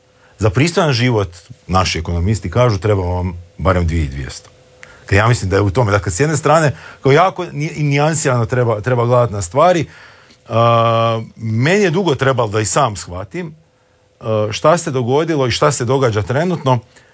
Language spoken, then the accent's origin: Croatian; Slavonia, Croatia